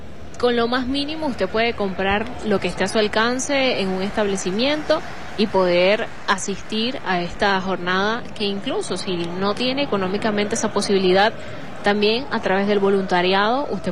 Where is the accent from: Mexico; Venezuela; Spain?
Venezuela